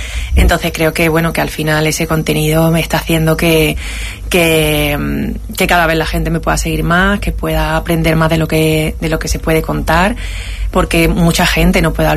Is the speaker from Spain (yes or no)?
yes; Ceuta, Spain; Sí, exactamente. Quería tener un... Mi apellido es muy común y quería tener algo que me atara a mi tierra, y oye, pues mira, Benzú.